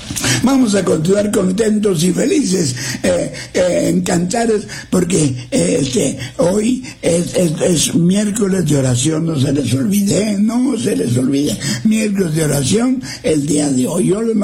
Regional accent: General Terán, Nuevo León, Mexico; Ánimo, yo también soy de Terán. Ándale, has de ser bueno para cantar, porque los de ahí de Terán, el que no canta es que tiene enferma la garganta, pues ahí eran los alegres, y es cierto.

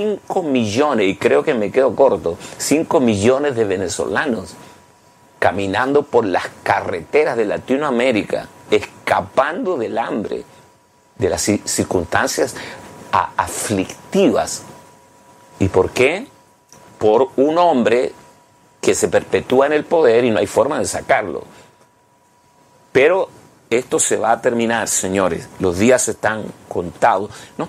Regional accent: Chile; soy de Chile.

